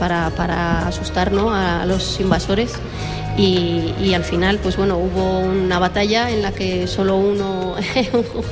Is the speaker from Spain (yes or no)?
yes; Jaca, Aragon, Spain; todos los que somos de Jaca tenemos el sentimiento del viernes de mayo metido dentro.